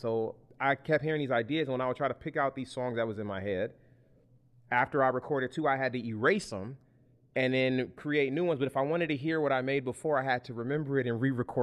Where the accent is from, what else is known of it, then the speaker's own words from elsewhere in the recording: Sacramento, California, United States; I'm a composer from Sacramento, California, born and raised.